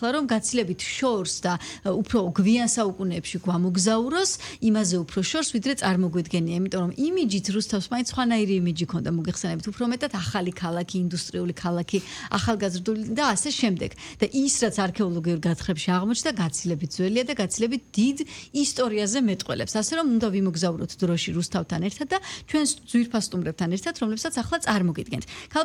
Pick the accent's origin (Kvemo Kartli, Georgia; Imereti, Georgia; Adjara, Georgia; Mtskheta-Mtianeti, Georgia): Kvemo Kartli, Georgia; Rustavi; მე თვითონ რუსთაველი ვარ